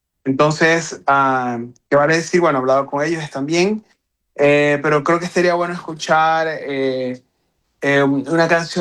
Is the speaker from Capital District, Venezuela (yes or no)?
no; Maracaibo, Zulia, Venezuela; now in Mexico; yo soy de Maracaibo. yo no soy de Caracas ni de La Guaira